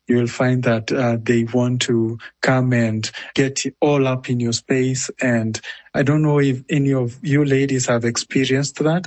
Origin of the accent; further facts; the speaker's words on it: Nakuru, Nakuru County, Kenya; here in Kenya, especially in my hometown of Nakuru.